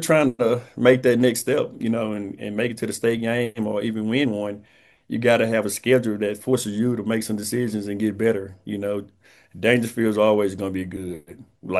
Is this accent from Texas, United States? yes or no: yes; Houston, Texas, United States; moved away as an adult; now in Gladewater, United States; I'm from Houston, but this is my second home.